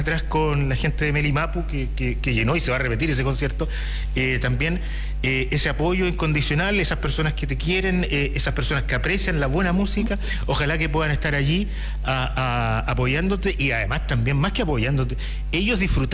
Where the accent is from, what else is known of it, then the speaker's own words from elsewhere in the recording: Angol, Araucanía, Chile; son de mi tierra, son de Angol.